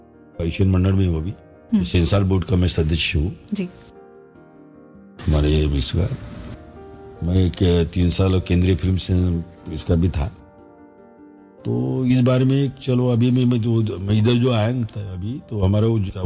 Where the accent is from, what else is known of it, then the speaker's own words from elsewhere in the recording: Maharashtra, India; हमारे महाराष्ट्र में है